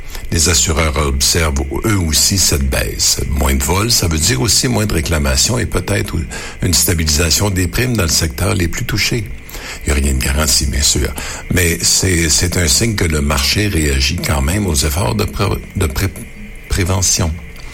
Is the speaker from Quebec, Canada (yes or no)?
yes; Quebec, Canada; chez nous au Québec.